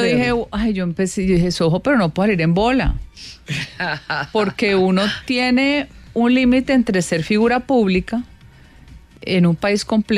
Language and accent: Spanish; Cali, Valle del Cauca, Colombia; moved away; Yo me engordé 6 kilos cuando me vine de Cali por el cambio de todo, el entorno, el frío, la alimentación, no había dónde hacer ejercicio. Yo estudiaba en los Andes y no había nada.